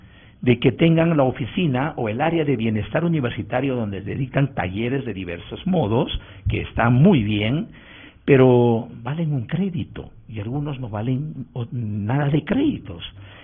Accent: Huánuco, Peru; moved away; also born or lived in Lima / Trujillo / Chiclayo / Piura; yo he salido de mi tierra casi 14 años, estuve ausente entre Lima, Trujillo, Chiclayo y Piura, y de ahí he traído yo ciertas experiencias. Y estas experiencias he querido y quiero ponerlos de pronto en vigencia en mi ciudad, en Huánuco

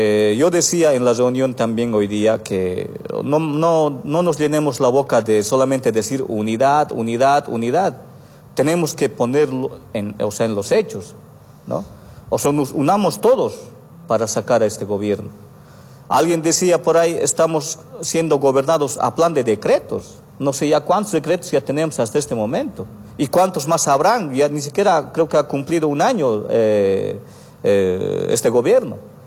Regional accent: Bolivia; nosotros como bolivianos, dueños legítimos de esta tierra

